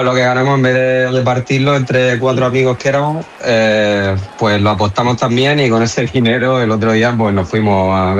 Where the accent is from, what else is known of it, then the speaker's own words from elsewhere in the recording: Molina de Segura, Region of Murcia, Spain; Murcia, bueno, sí, Murcia, Molina y... Sí, Murcia.